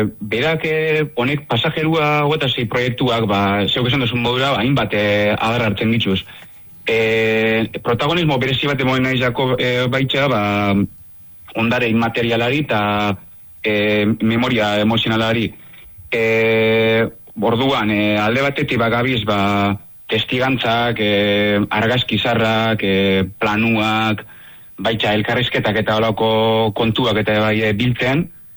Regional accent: Lekeitio, Basque Country, Spain

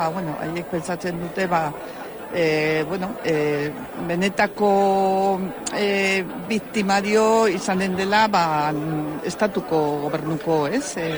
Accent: Pamplona, Navarre, Spain; born there; ni txantrean bizitzen naiz, ba, egia da, ba, ni Donibanen jaio nintzen, bueno, Iruñan, ez? Baina Donibaneko auzoan, baina gero joan ginen

